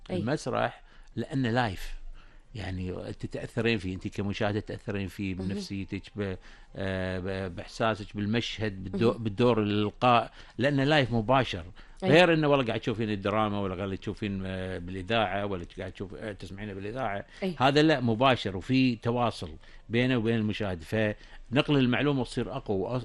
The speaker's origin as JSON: {"language": "Arabic", "country": "Kuwait", "said": "إحنا كدولة وكإنسان وكمجتمع الكويتي وكإنسان كويتي"}